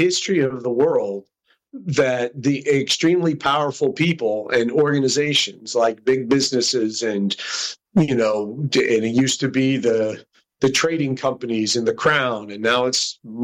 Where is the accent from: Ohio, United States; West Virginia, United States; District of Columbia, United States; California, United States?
West Virginia, United States; Morgantown; born there; I was born in Morgantown, and my mom's from Greenbrier County, more far southern, St. Nicholas, Greenbrier areas. My dad's from up in Altoona, PA, railroad country. And they met up around Morgantown, so that's where I came